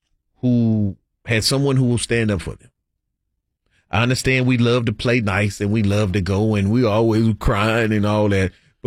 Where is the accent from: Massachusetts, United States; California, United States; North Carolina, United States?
North Carolina, United States; Henderson; It happened in my hometown in Henderson, North Carolina.